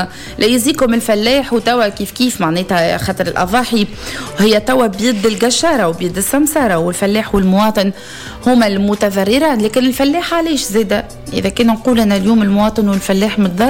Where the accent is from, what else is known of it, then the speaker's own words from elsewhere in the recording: Tunisia; احنا كتوينسة